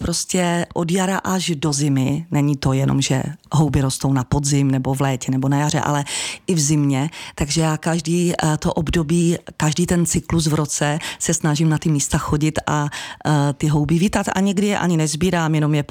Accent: Silesia, Czechia; já pocházím ze Slezska a moje část rodiny z mamčiny strany vlastně je z Beskyd.

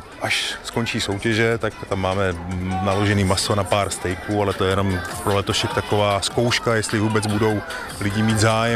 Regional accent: Litovel, Olomouc Region, Czechia; born there

